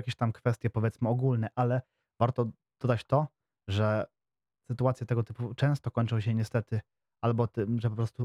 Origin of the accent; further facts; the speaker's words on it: Piaseczno, Masovian Voivodeship, Poland; w Piasecznie u mnie, bo ja jestem, jak już wcześniej wspomniałem, z południa Warszawy, bardziej z przedmieść, z tak zwanych sypialni Warszawy